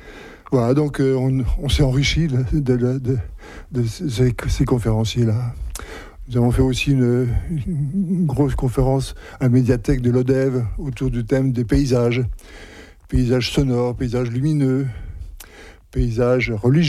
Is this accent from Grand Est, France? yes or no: yes; Grand Est, France; je suis pas originaire de Lyosson, je suis lorrain au départ. Mais ça fait 40 ans maintenant que j'habite ici